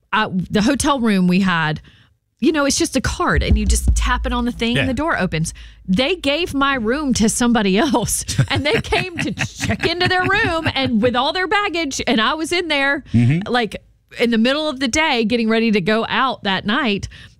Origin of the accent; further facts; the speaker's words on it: Easley, South Carolina, United States; moved away; I grew up in Easley, South Carolina. Greenville was like our big city next to us